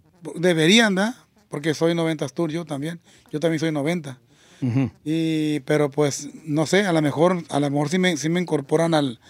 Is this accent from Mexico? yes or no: yes; San Ignacio, Sinaloa, Mexico; yo soy del rancho de La Caña, municipio de San Ignacio, Sinaloa.